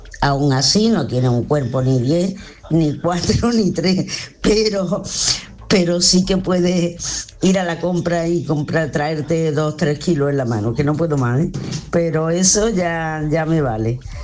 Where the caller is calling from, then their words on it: Torremolinos, Andalusia, Spain; de Torremolino.